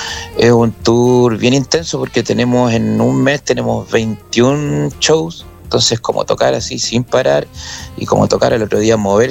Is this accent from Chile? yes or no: yes; Chile